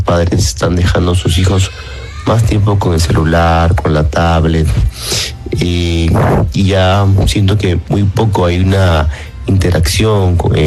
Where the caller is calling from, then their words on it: Lima, Peru; de Miraflores.